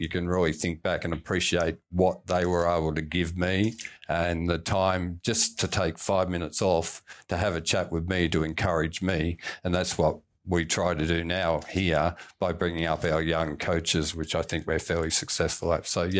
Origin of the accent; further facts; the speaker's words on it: Australia; born there; we didn't really play it as Australian kids.